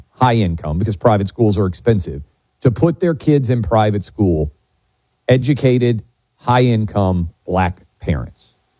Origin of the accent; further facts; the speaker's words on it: New York City, New York, United States; This is where growing up in New York City, I would have been very surprised